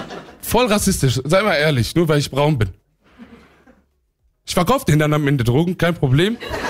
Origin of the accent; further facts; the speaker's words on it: Duisburg, North Rhine-Westphalia, Germany; Ich bin auch in Marxloh aufgewachsen, aber ich kann so mein Elend steigern. Ich bin nicht nur in Marxloh aufgewachsen, ich bin in einem Asylheim in Marxloh aufgewachsen.